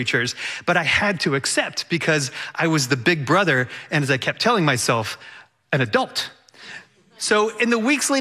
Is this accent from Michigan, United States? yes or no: no; Reston, Virginia, United States; moved away as an adult; now in Beacon, United States